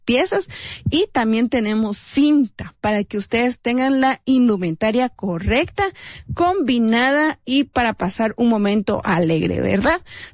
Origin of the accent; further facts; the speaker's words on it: Aguacatán, Huehuetenango, Guatemala; un diseño que siempre nos recuerda que somos de Aguacatán.